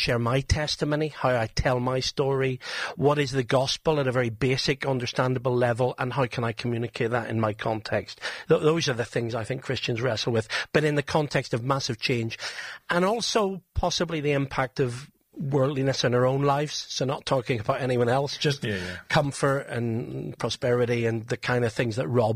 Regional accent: Northern Ireland, United Kingdom; the certainties that I grew up with in Northern Ireland

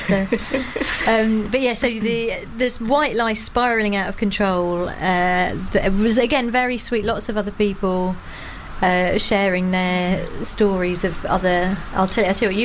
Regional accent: Croydon, London, United Kingdom; moved away as an adult; also born or lived in Manchester; actually, I'm from Croydon, originally. But, you know, I've been living in Manchester for such a long time, it feels like home.

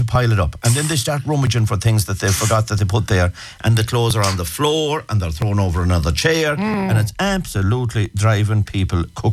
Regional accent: Ireland; The worry now with corporation tax is that are we, as an Irish people and the Irish government, relying too heavy on it?

